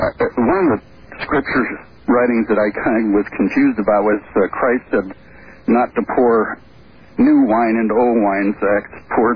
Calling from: Los Angeles, California, United States; From Los Angeles.

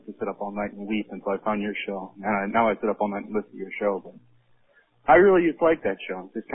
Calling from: Yakima, Washington, United States; in Yakima.

